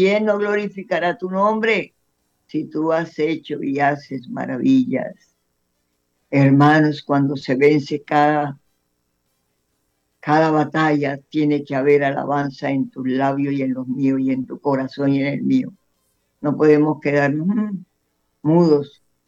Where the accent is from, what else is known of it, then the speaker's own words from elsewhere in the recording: Colombia; Gracias por mi patria, por mi tierra colombiana.